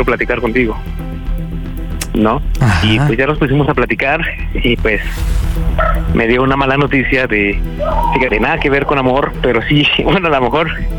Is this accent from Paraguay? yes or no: no; Mexico City, Mexico; now in Misantla, Mexico; soy nativo de la Ciudad de México, pero ando viviendo por acá.